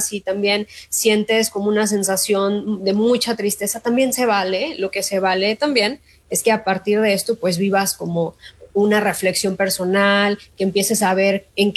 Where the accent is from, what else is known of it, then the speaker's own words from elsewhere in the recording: Mexico; De la sociedad en la que vivimos, de la comunidad como mexicanos, que cuando hay algo de este tipo, pues sí podemos llegar como a unirnos